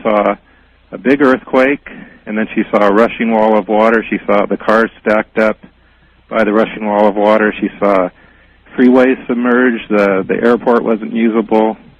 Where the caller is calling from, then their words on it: San Jose, California, United States; I'm in San Jose, California.